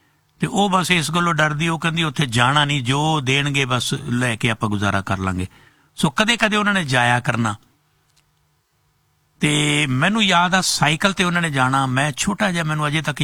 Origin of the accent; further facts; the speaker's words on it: Hathar, Punjab, India; ਸਾਡਾ ਪਿੰਡ ਹਠਾੜ ਦੇ ਵਿੱਚ ਸੀ ਨਾ, ਫਰੀਦਕੋਟ ਜ਼ਿਲ੍ਹੇ ਦੇ ਵਿੱਚ